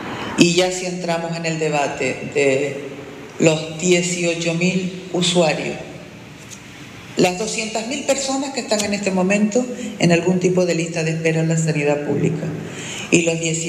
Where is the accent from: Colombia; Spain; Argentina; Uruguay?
Spain; Canary Islands; en una sociedad como la canaria